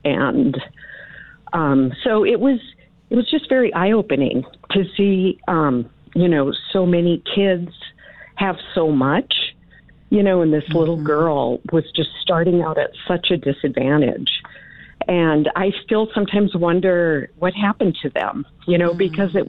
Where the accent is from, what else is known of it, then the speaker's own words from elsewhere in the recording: North Dakota, United States; I'm from Western North Dakota. I am a farm kid.